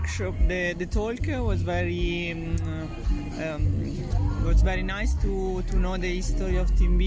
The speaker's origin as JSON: {"language": "English", "town": "Bologna", "region": "Emilia-Romagna", "country": "Italy", "said": "I'm Italian. I'm from Bologna."}